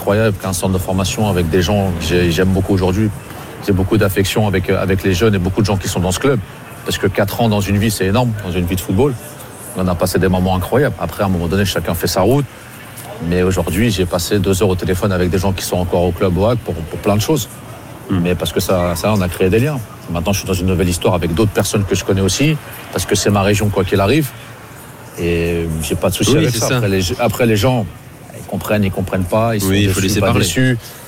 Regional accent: Le Havre, Normandy, France; Nous, on est des Hauts Normands et Caen, c'est en Basse Normandie. Nous, c'est le Havre, le vrai derby, c'est pas le Havre Caen.

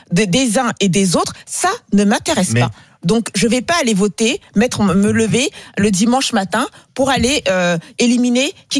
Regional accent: France; En tout cas, en tant que Française, ce n'est pas le second tour que je veux.

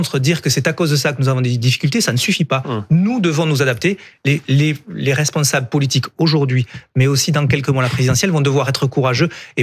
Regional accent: Occitanie, France; Vous savez, moi, je viens d'Ariège. J'arrive tout juste d'Ariège, un milieu rural

